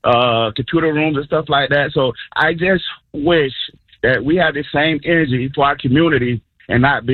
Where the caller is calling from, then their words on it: Lakeland, Florida, United States; So I'm from Lakeland, sir.